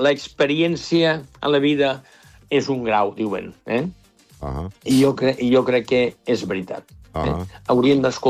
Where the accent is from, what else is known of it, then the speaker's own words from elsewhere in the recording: Catalonia, Spain; moved away; Jo sóc del Baix Ebre, sóc allí del Delta, i sempre ho he dit. Jo vinc de pagesos.